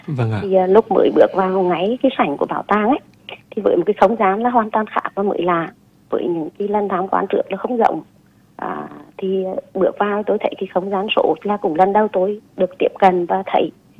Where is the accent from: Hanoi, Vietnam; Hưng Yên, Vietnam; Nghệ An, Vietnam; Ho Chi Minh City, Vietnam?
Nghệ An, Vietnam; born there; moved away; tuổi thơ của tôi từ khi học cấp 2 cho đến cấp 3 là tôi ở với ông bà ngoại. Và đặc biệt là cái thời học cấp 2 là ở ngay chính cái ngôi nhà tại cái bản Thái Hòa Môn Sơn cũ ấy.